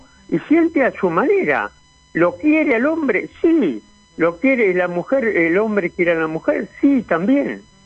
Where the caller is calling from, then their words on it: Tigre, Buenos Aires Province, Argentina; soy de Tigre.